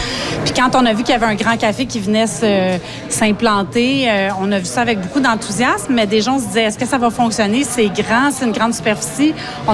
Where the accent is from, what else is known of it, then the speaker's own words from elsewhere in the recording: Sainte-Thérèse, Quebec, Canada; Je suis née et j'ai grandi à Sainte-Thérèse. Ça fait 50 ans que je suis ici.